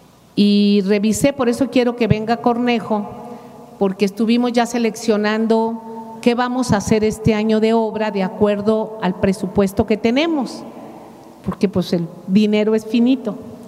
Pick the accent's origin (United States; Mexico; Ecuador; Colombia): Mexico; lo que somos los mexicanos